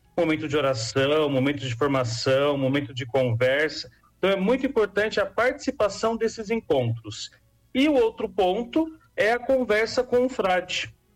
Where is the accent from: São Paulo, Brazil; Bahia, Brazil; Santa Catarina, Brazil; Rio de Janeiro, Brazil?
São Paulo, Brazil; São Bernardo do Campo; moved away; eu sou natural do Riacho Grande, exatamente daí onde é a sede da Milícia da Imaculada, eu sou do bairro dos Fincos